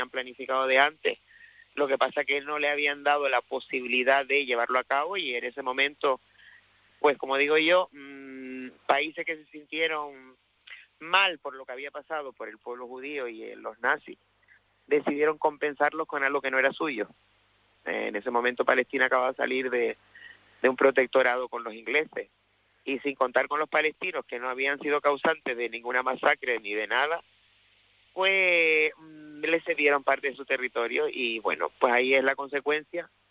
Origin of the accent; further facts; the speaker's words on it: Canary Islands, Spain; Entonces nosotros como canarios y como solidarios que somos con el pueblo palestino